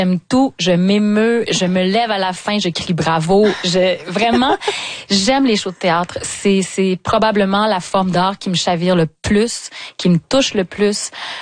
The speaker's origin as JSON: {"language": "French", "town": "Carleton-sur-Mer", "region": "Quebec", "country": "Canada", "tie": "born there"}